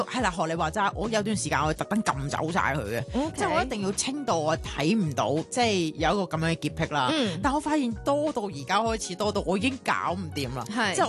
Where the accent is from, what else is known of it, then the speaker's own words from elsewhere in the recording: Hong Kong; 嗱，呢啲咪就是我哋香港人独特嘅生活模式。